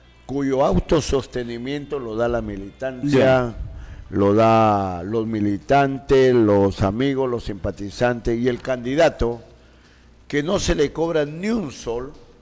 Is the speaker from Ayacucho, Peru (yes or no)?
no; Chiclayo, Monsefú district, Lambayeque, Peru; saludar a mi pueblo de Chiclayo y particularmente a mi amado distrito de Monsebú